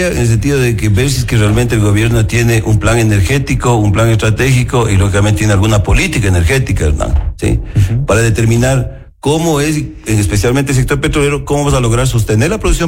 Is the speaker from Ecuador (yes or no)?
yes; Ecuador; nosotros como ecuatorianos